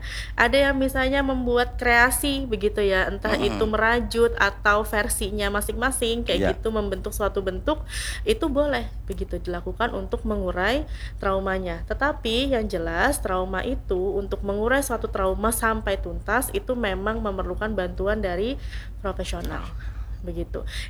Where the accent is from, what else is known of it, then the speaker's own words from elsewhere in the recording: South Kalimantan, Indonesia; baru kita alihkan sebentar ketika dia sudah di kita orang Banjar tuh besisigan gitu ya.